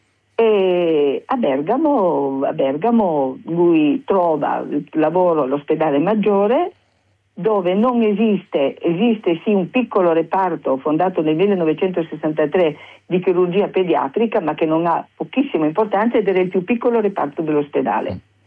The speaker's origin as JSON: {"language": "Italian", "town": "Vrsar", "region": "Istria County", "country": "Croatia", "moved": "yes", "said": "Io per esempio, che vengo da Orsera"}